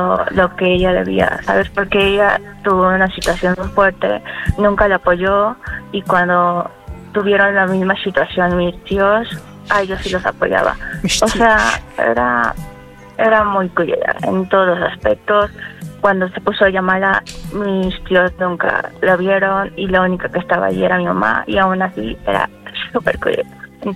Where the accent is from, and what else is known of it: Madrid, Community of Madrid, Spain